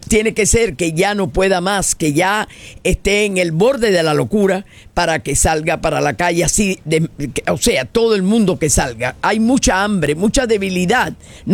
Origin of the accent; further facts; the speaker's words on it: Cuba; moved away; Todos mentiras, como estamos acostumbrados a aquellos que tuvimos que salir de Cuba hace muchísimos años.